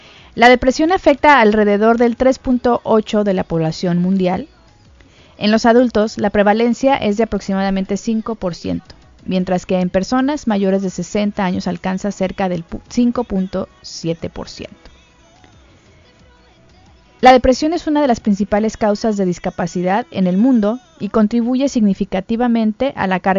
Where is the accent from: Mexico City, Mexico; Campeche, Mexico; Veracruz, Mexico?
Veracruz, Mexico; Misantla; born there; Nací en Misantla, Veracruz, pero ahora soy orgullosamente isleña y dignamente quintanarroense.